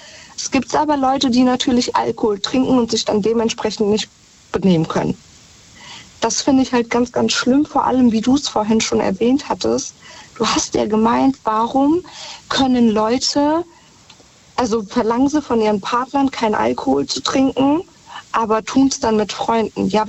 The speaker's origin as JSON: {"language": "German", "country": "Germany", "tie": "born there", "said": "Und ich bin aber in Deutschland geboren. Ich bin ja Südlände"}